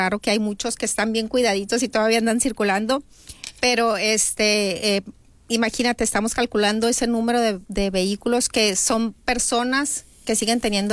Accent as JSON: {"language": "Spanish", "region": "Sinaloa", "country": "Mexico"}